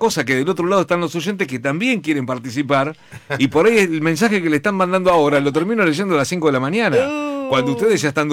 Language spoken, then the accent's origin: Spanish; Morón, Buenos Aires Province, Argentina; Yo soy de Morón